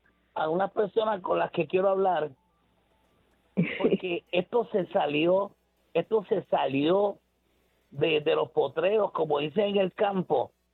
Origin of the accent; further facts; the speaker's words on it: Puerto Rico; Es que soy puertorriqueña igual que ustedes